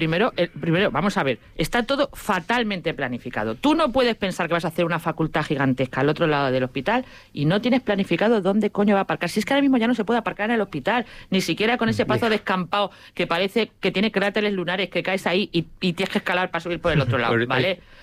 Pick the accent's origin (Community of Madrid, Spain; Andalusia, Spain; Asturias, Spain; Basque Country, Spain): Community of Madrid, Spain; Madrid; Yo que soy de Madrid